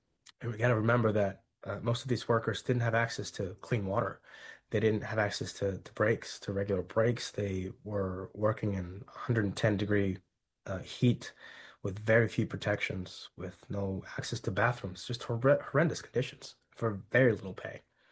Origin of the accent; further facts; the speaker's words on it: California, United States; I grew up in Central California, the home of the farm workers movement.